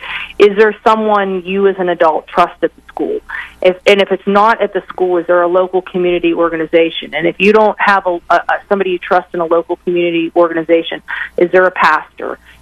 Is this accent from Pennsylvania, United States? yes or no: yes; Pittsburgh, Pennsylvania, United States; I'm from Pittsburgh